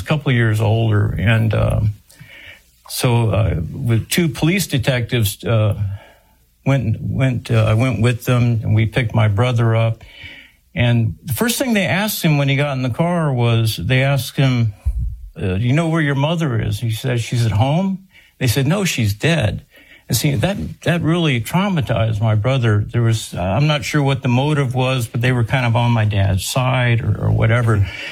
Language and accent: English; San Antonio, Texas, United States; born there; Well, I was born in San Antonio, Texas, and the Lord blessed me with quite a bit of adversity.